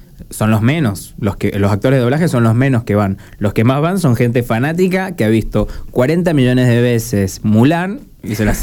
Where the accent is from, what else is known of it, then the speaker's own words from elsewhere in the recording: Mendoza, Argentina; moved away as an adult; now in Buenos Aires, Argentina; me mudo a Buenos Aires, yo mendocino, y me mudo a Buenos Aires. El primer año en Buenos Aires me cuesta mucho